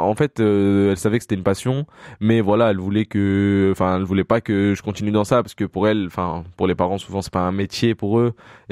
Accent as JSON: {"language": "French", "town": "Échirolles", "region": "Auvergne-Rhône-Alpes", "country": "France", "said": "quand je dis que je viens des Chirolles, bah, les gens, ils ouvrent grand les yeux et tout."}